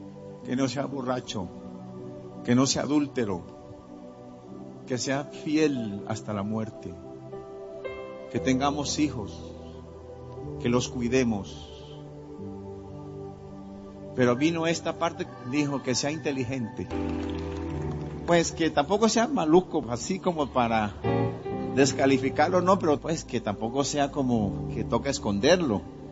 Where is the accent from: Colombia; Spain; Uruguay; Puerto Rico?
Colombia; Medellín, Antioquia; y yo le dije, tú, soy de Medellín, ¿qué comes? Tal, tal. Arepa, exactamente. Arepa paisa.